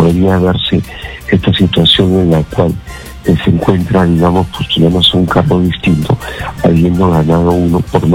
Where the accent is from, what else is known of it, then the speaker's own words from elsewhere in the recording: Peru; bueno, el pueblo somos todos los peruanos.